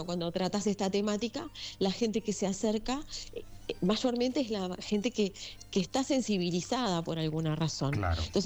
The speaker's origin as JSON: {"language": "Spanish", "region": "Maldonado", "country": "Uruguay", "tie": "born or raised there", "lives_now": "Montevideo, Uruguay", "said": "empezamos en Maldonado, que es mi ciudad natal. Yo nací ahí, viví 40 años en Montevideo."}